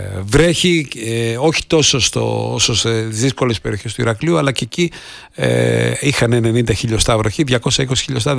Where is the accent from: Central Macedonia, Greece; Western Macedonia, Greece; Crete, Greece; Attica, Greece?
Crete, Greece; Chania